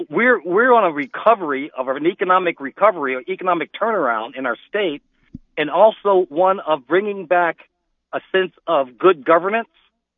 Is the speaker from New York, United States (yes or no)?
yes; New York, United States; Second, look, I grew up in the projects of Harlem, New York.